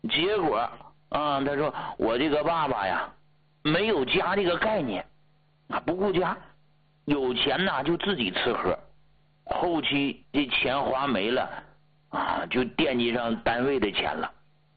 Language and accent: Chinese; Heilongjiang, China; moved away; 我老家黑龙江的，前些年呢回去过，回老家